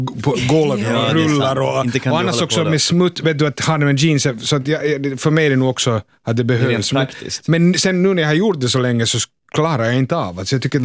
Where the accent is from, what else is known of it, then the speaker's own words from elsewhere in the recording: Finland; skönt i Finland att vi är ganska avslappna